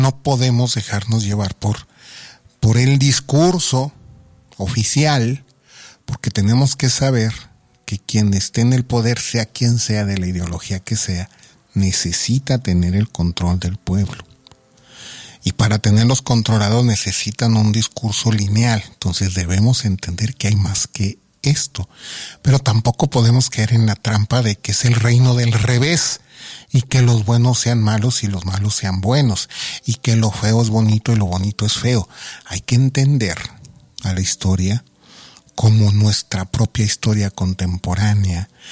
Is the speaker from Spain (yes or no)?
no; Mexico; yo creo que somos mexicanos, o sea, ser mexicano es un elemento que tiene al catolicismo de por medio. Ser mexicano es ser católico.